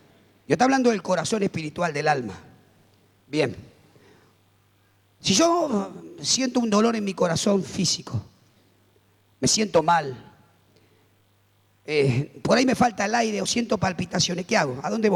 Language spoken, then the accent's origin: Spanish; Argentina; nos olvidamos como argentinos